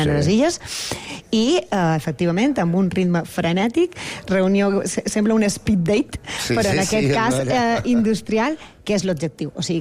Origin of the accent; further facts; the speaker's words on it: Balearic Islands, Spain; Som de Balears